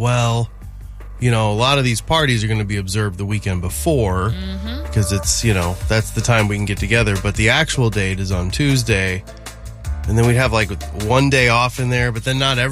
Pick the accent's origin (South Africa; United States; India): United States; I think I'm more American than most